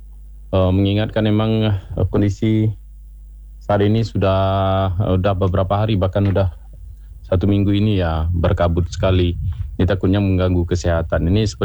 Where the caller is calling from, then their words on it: Bengkulu, Indonesia; ini saya warga Bentiring.